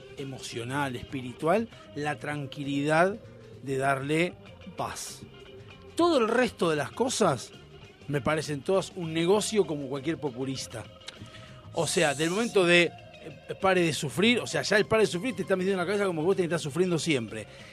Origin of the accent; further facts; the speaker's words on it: Argentina; nosotros, como argentinos, y lo que dice él, es lo comparto, terminás eligiendo personas que te manejen la vida